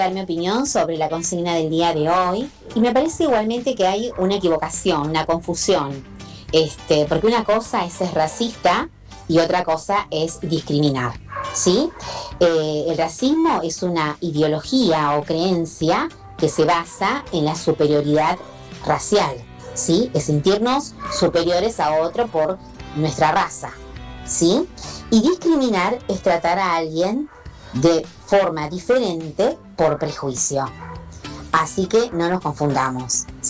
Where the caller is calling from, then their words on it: Isidro Casanova, Buenos Aires Province, Argentina; soy de Isidro Casanova.